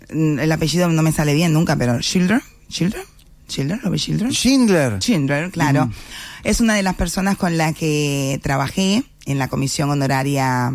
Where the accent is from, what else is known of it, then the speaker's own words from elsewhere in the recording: Cuba; now in Uruguay; De donde yo vengo, la policía... se asocia con represión, con miedo, con cárcel. Lo menos que hace un policía en Cuba es cuidar, uh-huh, y respetar.